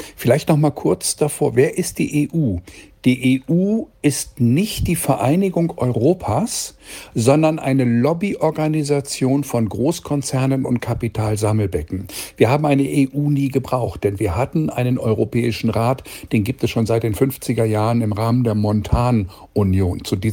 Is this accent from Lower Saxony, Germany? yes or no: yes; Lower Saxony, Germany; moved away; Ich komme ja selbst ursprünglich aus Niedersachsen, aus der Lüneburger Heide